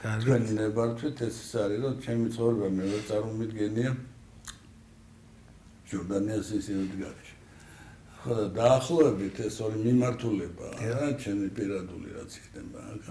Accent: Tbilisi, Georgia; born there; also born or lived in Guria; ძველი თბილისელი ვარ. ჩემ სოფელი თბილისია.

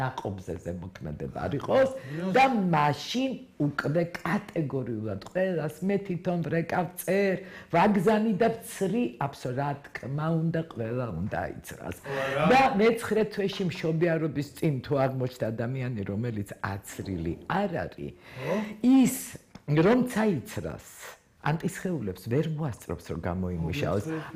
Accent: Tbilisi, Georgia; თბილისელი ვარ, თბილისურად მოვიქცევი.

